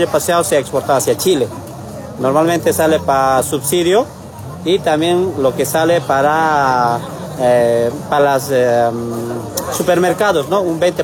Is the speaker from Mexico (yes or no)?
no; Puerto Villarroel, Cochabamba, Bolivia; Bueno, nosotros somos de Puerto Villarruel, productores.